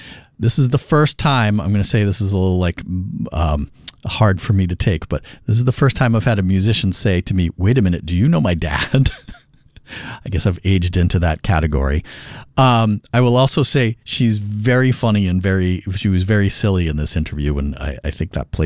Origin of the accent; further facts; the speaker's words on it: Newburyport, Massachusetts, United States; I live there now, yeah. I grew up in, if we want to talk local geography, I grew up in Newburyport on the North Shore.